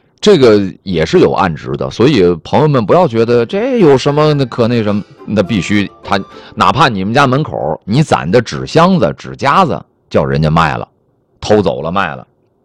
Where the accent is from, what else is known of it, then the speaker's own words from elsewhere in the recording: Liaoning, China; moved away; 你150株玉米就在我们老家辽宁，到这个季节，很多城市晚上啊，你到夜市上就专门有烤苞米。